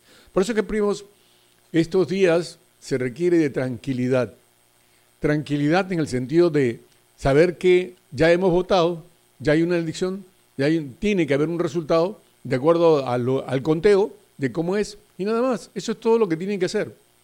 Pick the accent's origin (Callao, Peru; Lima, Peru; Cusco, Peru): Lima, Peru; Los de Lima no somos tontos, los de Lima tampoco somos gusanos que estamos en el suelo